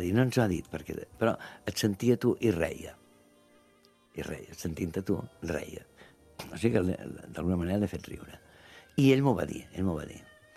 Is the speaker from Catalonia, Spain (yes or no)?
yes; Catalonia, Spain